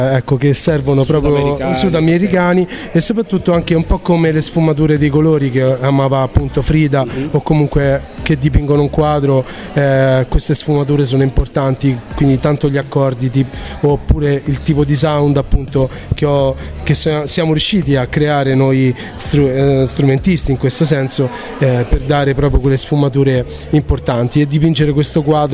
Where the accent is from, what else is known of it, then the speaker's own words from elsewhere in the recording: Poli, Lazio, Italy; now in Turin, Italy; Io sono di Roma, sì, okay. Di un paese in realtà molto piccolo, in provincia di Roma, si chiama Poli, vicino a Tivoli. Siamo 2100 persone, però ecco, mi faccio valere anche qui a Torino